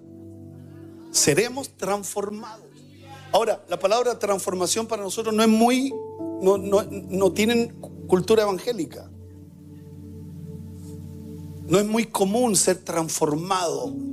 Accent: Chile; A otro hueso, a otro perro conoce hueso. Así somos los chilenos. Nosotros no desconfiados.

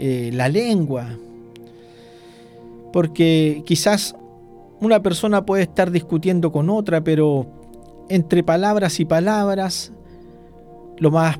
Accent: Chile; nosotros como chilenos

